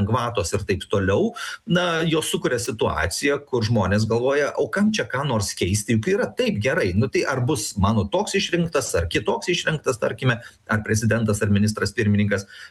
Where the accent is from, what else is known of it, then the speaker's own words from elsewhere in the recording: Pakruojis, Šiauliai County, Lithuania; ar iš kur aš kilęs, aš iš Pakruojo, ar Dirvinių ir Gailiušių